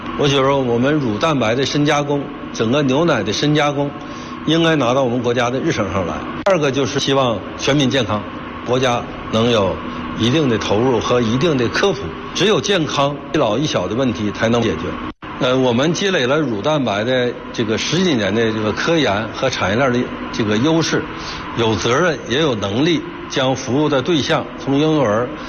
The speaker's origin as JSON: {"language": "Chinese", "region": "Heilongjiang", "country": "China", "tie": "born there", "said": "我就是在黑龙江出生的，本身对这块黑土地就有非常深的感情。"}